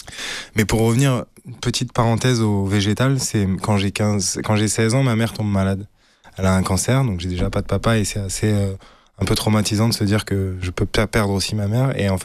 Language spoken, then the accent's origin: French; Auvergne-Rhône-Alpes, France; moved away; also born or lived in Australia; j'ai grandi dans la Drôme provençale, dans un terrain familial où il y avait le restaurant de mes cousins.